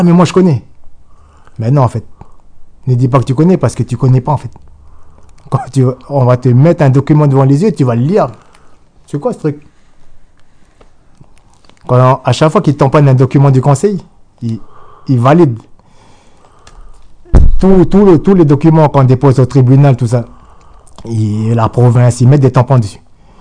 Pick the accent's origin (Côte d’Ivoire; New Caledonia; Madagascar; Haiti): New Caledonia; Mais aujourd'hui, c'est ça. Nous, on est des Kanaks. On n'est pas des Français.